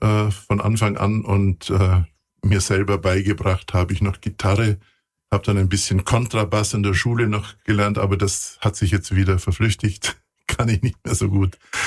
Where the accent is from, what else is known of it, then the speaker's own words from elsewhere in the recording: Kempten, Bavaria, Germany; ich bin ja in einem Internat aufgewachsen in Kempten. Das war damals das bischöfliche Studienseminar.